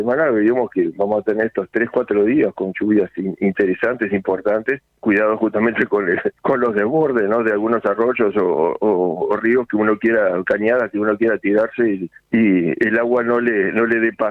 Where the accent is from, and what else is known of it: Uruguay